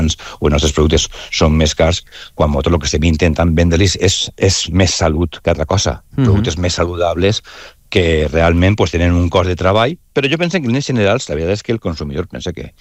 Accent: Valencia, Valencian Community, Spain; soc del Cabanyal, a mi m'encanta eixir pel barri, veure el meu barri

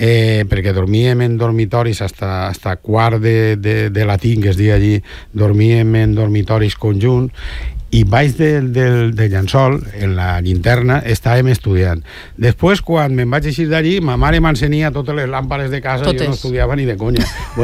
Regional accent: Sueca, Valencian Community, Spain; al col·legi del meu poble, de Sueca

